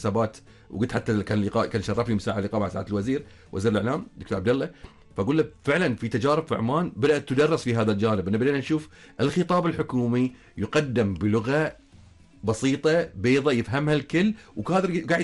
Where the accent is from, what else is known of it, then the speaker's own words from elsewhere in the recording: Bahrain; عندنا في البحرين،